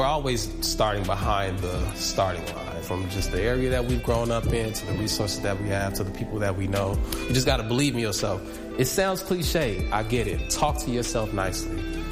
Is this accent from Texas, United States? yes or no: no; Chicago, Illinois, United States; in Chicago. I'm a guitarist from the south side of Chicago, born and raised in West Englewood. I went to Leo Catholic High School.